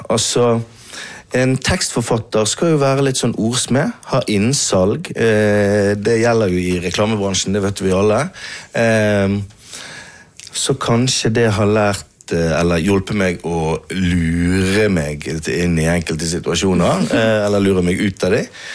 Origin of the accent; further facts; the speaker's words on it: Bergen, Vestland, Norway; bergensere har jo noe til felles, og det er jo det at det bygger jo karakter. Vi er jo vokst opp i regnet, sant?